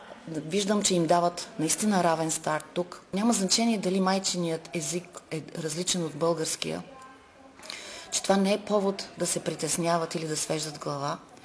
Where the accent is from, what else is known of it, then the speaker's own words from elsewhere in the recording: Kardzhali, Kardzhali Province, Bulgaria; Преди всичко аз съм тук като кърджалийка. Кърджалийка е изпълнена с желанието да даде един естествен пример на тези деца